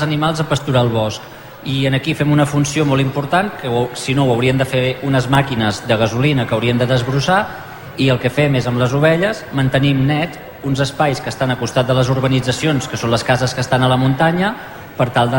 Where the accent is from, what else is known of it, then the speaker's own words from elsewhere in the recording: Igualada, Catalonia, Spain; jo no sóc d'aquí, jo sóc fill d'Igualada, he estat tombant, i des del 2011 que baixo aquí a Sant Boi